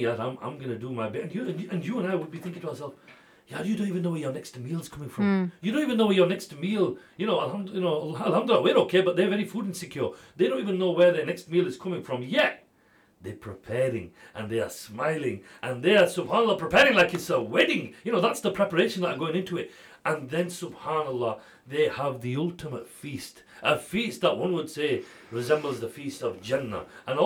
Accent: the north of England, United Kingdom; we're all the same up north. Northerners.

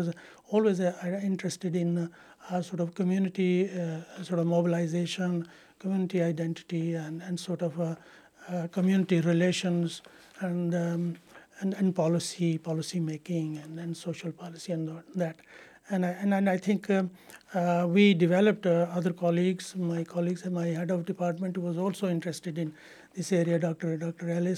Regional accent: Kotli, Azad Kashmir, Pakistan; now in England; I come from the Mirpur division of Azad Kashmir, and when I left it, I mean, my area was rather backwater. Kotli was not a district. Kotli was a sub-district. But that's where I originally hail from.

